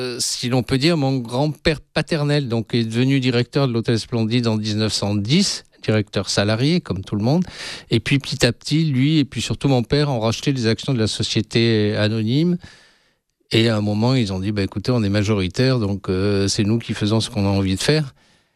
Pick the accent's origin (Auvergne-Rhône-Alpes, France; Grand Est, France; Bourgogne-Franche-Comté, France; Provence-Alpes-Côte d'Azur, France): Provence-Alpes-Côte d'Azur, France; Nice; Donc je suis né à Nice, je suis un vrai niçois malgré mon nom, mes parents sont nés à Nice, trois de mes quatre grands-parents sont nés dans les Alpes-Maritimes.